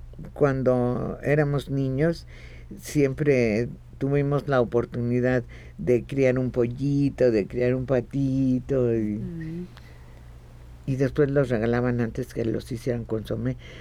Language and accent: Spanish; Mexico; Es que habla de cómo somos los mexicanos.